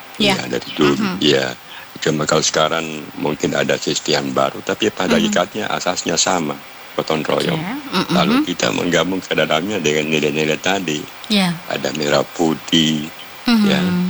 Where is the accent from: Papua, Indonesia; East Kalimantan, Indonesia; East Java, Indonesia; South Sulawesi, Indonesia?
South Sulawesi, Indonesia; apakah betul dia menyewai merah putih atau nilai-nilai yang dian oleh kita sebagai orang Bugis Makassar.